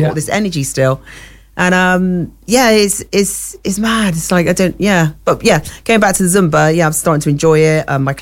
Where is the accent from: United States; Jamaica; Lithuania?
Jamaica; being Jamaican.